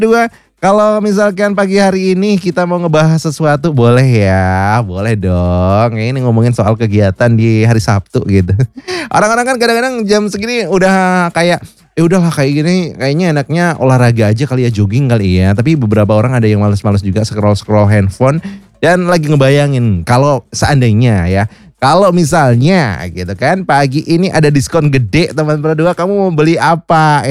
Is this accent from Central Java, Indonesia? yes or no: yes; Banyumas, Central Java, Indonesia; Kita sebagai warga Banyumas